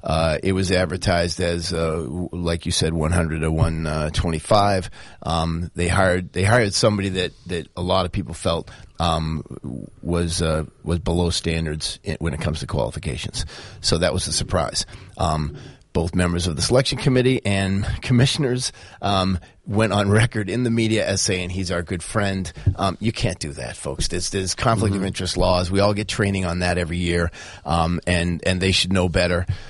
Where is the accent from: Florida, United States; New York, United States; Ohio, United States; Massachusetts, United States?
Massachusetts, United States; Brockton; I come from Brockton, so we consider it a kind of a town. It's not a huge, big city like Boston or something like that.